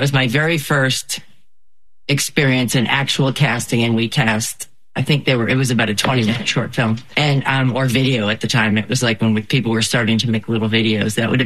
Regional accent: Massachusetts, United States; so I grew up in Massachusetts.

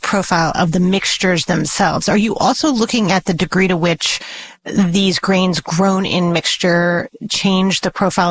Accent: Southwest, United States; I grew up in the Southwest

